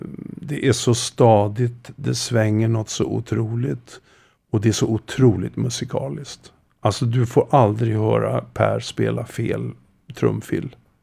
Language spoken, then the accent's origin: Swedish; Oslo, Norway; Han kom från Stockholm, jag kom från Oslo. Vi bodde på samma hotell och i stort sett checkade in samtidigt.